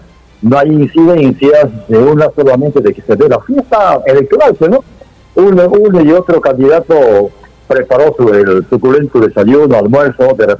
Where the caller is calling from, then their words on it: Tabalosos, San Martín, Peru; rogando al señor que se mantenga la calma aquí en Tabalosos, capital del distrito, Ciudad de las Piedras